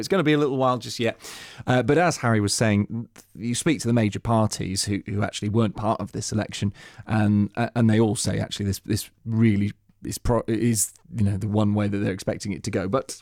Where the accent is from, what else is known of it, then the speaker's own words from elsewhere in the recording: South West England, United Kingdom; So I said earlier on, I'm not from London, I'm from the southwest. And I think the Southwest is very friendly.